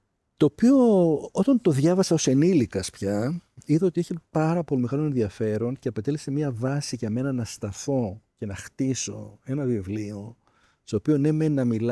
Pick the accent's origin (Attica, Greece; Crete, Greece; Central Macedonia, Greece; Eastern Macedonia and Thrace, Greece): Attica, Greece; Athens; born or raised there